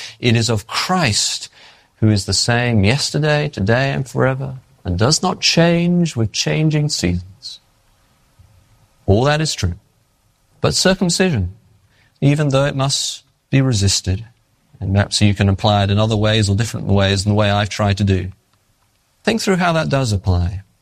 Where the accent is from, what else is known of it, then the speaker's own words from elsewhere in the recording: England, United Kingdom; Now, I'm English. I can get away with these things, right?